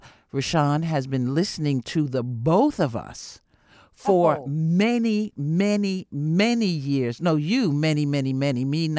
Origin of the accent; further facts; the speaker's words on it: New York, United States; me being a New Yorker and living just a few steps from Broadway